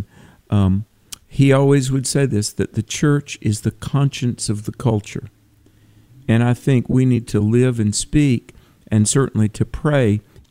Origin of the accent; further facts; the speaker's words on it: North Carolina, United States; Brevard, my home state, Western North Carolina.